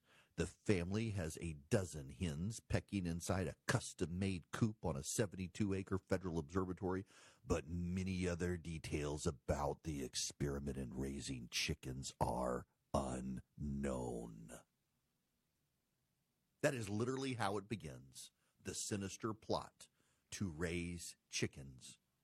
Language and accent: English; Dubai, United Arab Emirates; born or raised there